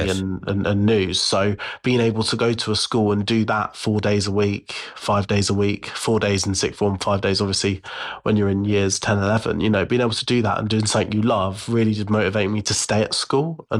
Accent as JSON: {"language": "English", "town": "Bedford", "region": "East of England", "country": "United Kingdom", "said": "So I'm obviously from Bedford, but I found a school in London called Global Academy"}